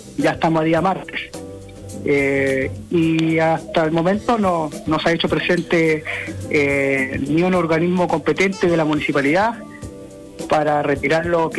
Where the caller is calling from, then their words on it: Osorno, Los Lagos, Chile; Del sector Vista Hermosa, Rahue Alto, Osorno.